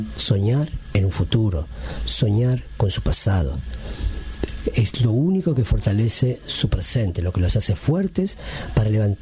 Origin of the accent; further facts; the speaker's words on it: Argentina; la argentina, que es mi patria, la patria en la que me crié y me creó como artista, y la andina, que es la patria que yo heredo culturalmente, porque me crié con sus comidas, con sus festejos, con su idiosincrasia